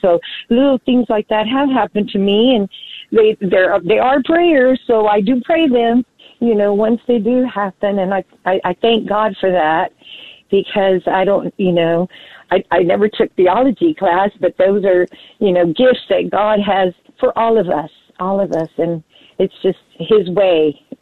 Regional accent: Houston, Texas, United States; while in Houston, I was from Houston, I was visiting the Catholic Charismatic Center.

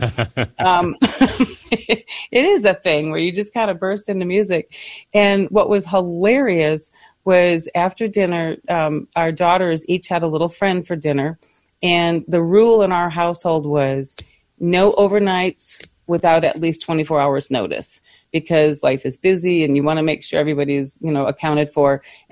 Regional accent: Michigan, United States; Now, to my childhood, I think of all of the outings that we did as children growing up in Michigan. You know, we were literally on the lake shore growing up. That was my home.

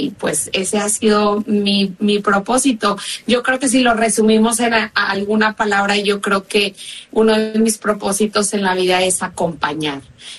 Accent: Monterrey, Nuevo León, Mexico; moved away as an adult; also born or lived in Spain; now in United States; yo soy mexicana de nacimiento. Nací y crecí en México con mi familia. Y cuando me casé con mi esposo, bueno, ya tenemos 18 años de casados, pero tenemos en Estados Unidos 16 años.

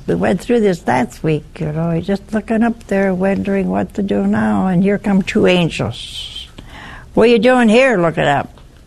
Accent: Ohio, United States; now in Hansville, United States; we came from Ohio. We've been here almost 40 years.

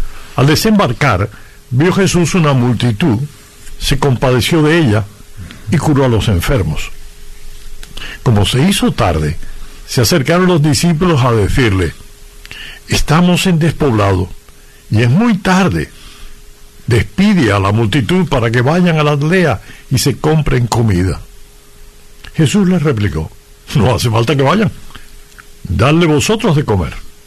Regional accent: Cuba; moved away; No, en Cuba ya una vez que salí de Cuba.

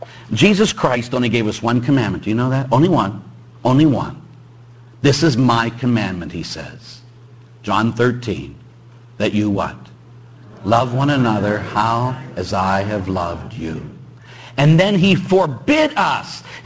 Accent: Pittsburgh, Pennsylvania, United States; Again, came clear to me years ago, of course I'm from Pittsburgh, as everybody knows, and both my parents were cops.

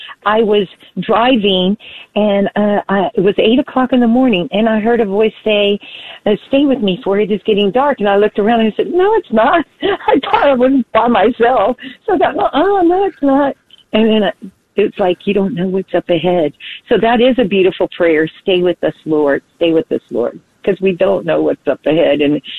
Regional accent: Houston, Texas, United States; while in Houston, I was from Houston, I was visiting the Catholic Charismatic Center

